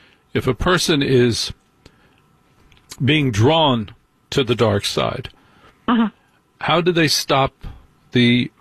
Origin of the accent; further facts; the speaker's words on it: New Jersey, United States; But I'm no angel, buddy. I grew up in Jersey. I ain't no angel.